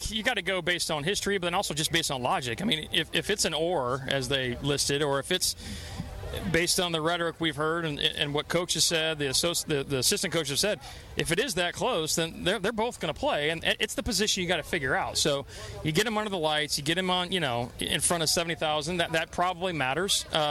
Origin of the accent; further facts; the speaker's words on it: Iowa City, Iowa, United States; born there; No, I was born in Iowa City.